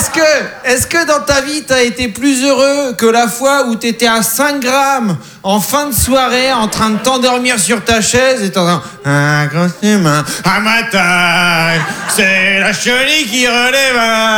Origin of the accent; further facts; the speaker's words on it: France; Je suis un spécimen rare, je suis un Français content.